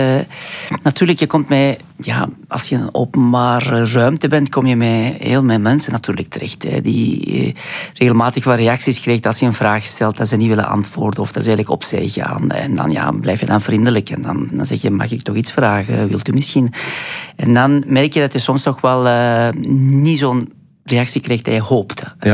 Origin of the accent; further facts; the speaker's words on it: Afghanistan; Dutch is a second language; now in Belgium; Ja, natuurlijk. Ik ben in Afghanistan geboren, dus ik ben Belg onder.